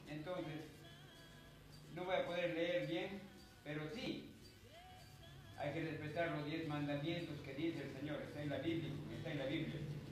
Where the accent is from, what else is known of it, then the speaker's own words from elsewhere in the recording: Peruvian Amazon, Peru; yo soy selvático. Yo soy como dice la gente, va a ser charapa, yo soy charapaza, selvático, yo.